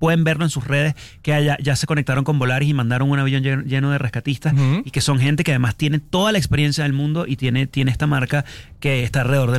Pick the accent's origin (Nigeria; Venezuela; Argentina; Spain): Venezuela; moved away as an adult; now in Mexico; como venezolano que tiene acá 10 años, le agradezco muchísimo a México por su cariño